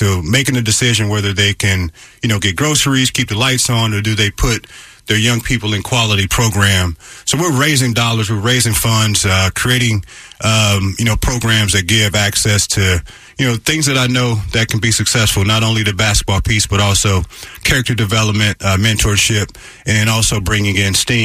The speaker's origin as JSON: {"language": "English", "town": "St. Louis", "region": "Missouri", "country": "United States", "said": "I'm from St. Louis, so everywhere I go, we talk about St. Louis"}